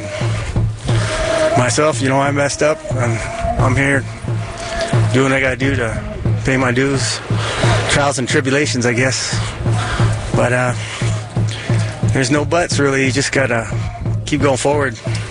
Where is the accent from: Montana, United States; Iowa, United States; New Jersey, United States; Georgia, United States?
Montana, United States; Ronan; I'm from Flathead Reservation by Ronan.